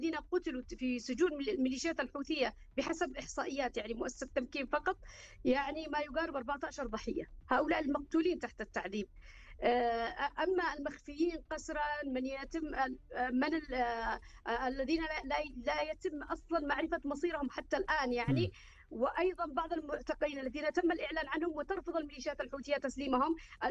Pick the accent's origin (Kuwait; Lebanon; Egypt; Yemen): Yemen